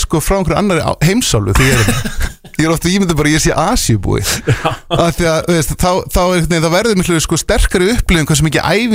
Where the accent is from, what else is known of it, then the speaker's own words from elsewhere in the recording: Reykjavík, Capital Region, Iceland; moved away as an adult; now in Hafnarfjörður, Iceland; Ég er úr vesturbænum